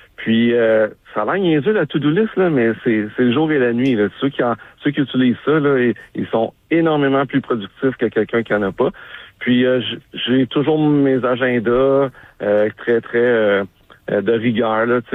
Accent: Longueuil, Quebec, Canada; je viens des HLM de Longueuil sur l'aide sociale.

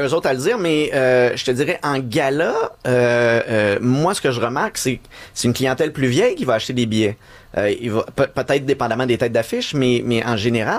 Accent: Mascouche, Quebec, Canada; moi je viens de Mascouche

